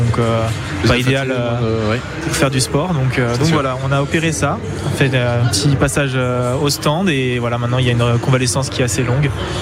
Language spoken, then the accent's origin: French; Mulhouse, Grand Est, France; moved away; suis né à Mulhouse